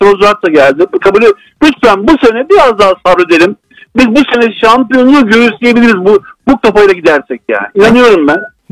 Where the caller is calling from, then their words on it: Istanbul, Turkey; ben İstanbul'dan.